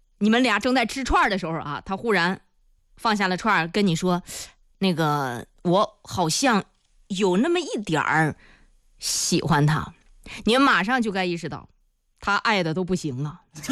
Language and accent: Chinese; China; 作为中国人啊，我觉得咱们应该有这个自信。